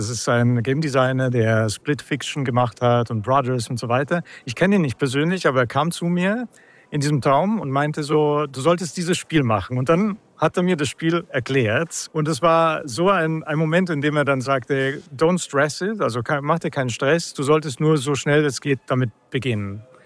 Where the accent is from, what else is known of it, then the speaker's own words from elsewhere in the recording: Munich, Bavaria, Germany; ich komme aus München